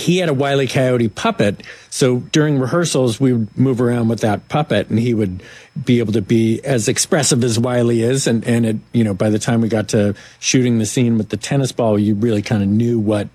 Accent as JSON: {"language": "English", "town": "Oakland", "region": "California", "country": "United States", "tie": "born there", "said": "I was born in Oakland"}